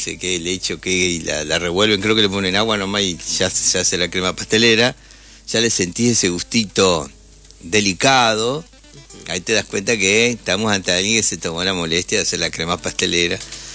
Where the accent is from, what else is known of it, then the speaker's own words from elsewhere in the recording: Victoria, Entre Ríos, Argentina; somos de acá, de las Siete Colinas, de la ciudad de Las Rejas, de los pagos de Gaspar Benavento.